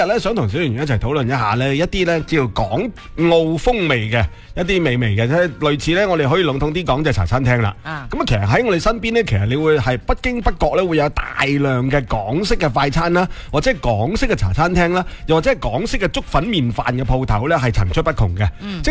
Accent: Guangdong, China; 我哋广东人口味

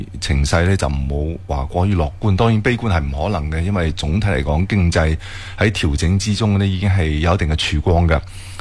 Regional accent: Foshan, Guangdong, China; 包括我哋佛山人口仲系持续人口仲有增量嘅。

